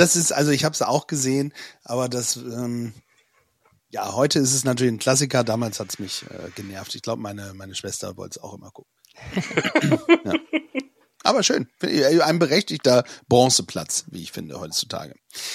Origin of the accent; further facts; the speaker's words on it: Bremen, Germany; Ja, also ein großartiger Bremer auch. Und aus meiner Heimat.